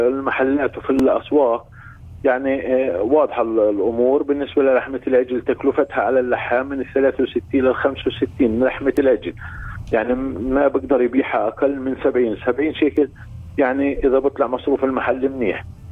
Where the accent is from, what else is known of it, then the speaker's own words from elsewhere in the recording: West Bank, Palestine; عندنا في الضفة